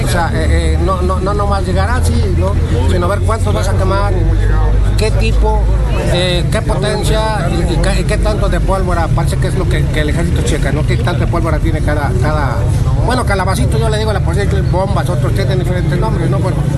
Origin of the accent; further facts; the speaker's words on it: Mexico; pues ya cultura para nosotros como mexicanos, ¿no?